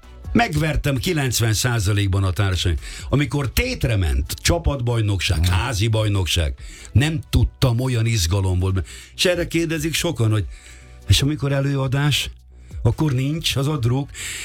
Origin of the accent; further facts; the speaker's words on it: Budapest, Hungary; akkor virágzott a Margit-szigeten a Dózsa tenista, ott voltak a Davis kupák, a Róczi Balázsék, nem? És hát ott nőttem föl, ott voltam tag